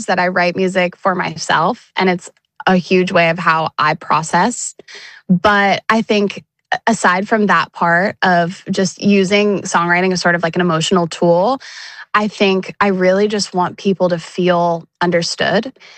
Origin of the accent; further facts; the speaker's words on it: Carmel, Indiana, United States; moved away as an adult; now in Nashville, United States; I am a singer-songwriter originally from Carmel, Indiana, but now I live in Nashville, Tennessee.